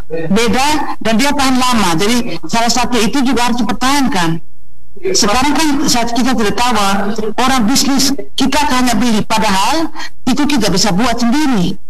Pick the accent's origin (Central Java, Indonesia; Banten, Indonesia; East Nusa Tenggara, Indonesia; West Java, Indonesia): East Nusa Tenggara, Indonesia; Flores; now in Kupang, Indonesia; Iya, di kampung saya masih bagus sekali, di Florence pada umumnya.